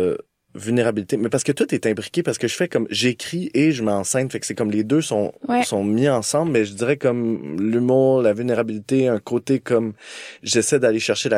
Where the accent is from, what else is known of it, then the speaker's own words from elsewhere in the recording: Montreal, Quebec, Canada; je viens de l'île des Sœurs, j'ai un milieu bourgeois